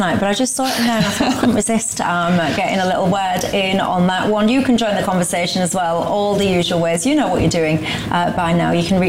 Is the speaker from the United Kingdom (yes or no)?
yes; Hull, Yorkshire and the Humber, United Kingdom; when I think about my hometown